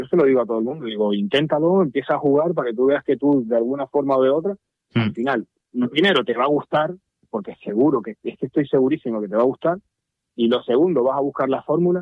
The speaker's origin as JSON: {"language": "Spanish", "town": "San Cristóbal de La Laguna", "region": "Canary Islands", "country": "Spain", "said": "yo soy del barrio de Taco, yo vivo en Taco, aquí en Taco nadie juega al golf."}